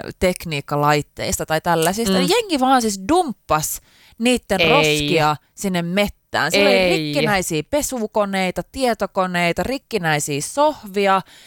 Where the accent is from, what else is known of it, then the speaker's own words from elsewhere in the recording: Jyväskylä, Central Finland, Finland; silloinkin kun mä kasvoin Jyväskylässä, niin meillä oli semmoinen niinku metsäalue siinä.